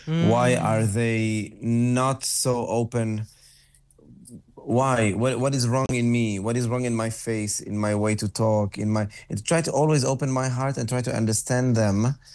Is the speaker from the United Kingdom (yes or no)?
no; Lebanon; now in Europe; me because I come from Lebanon and I live in Europe or anything like that.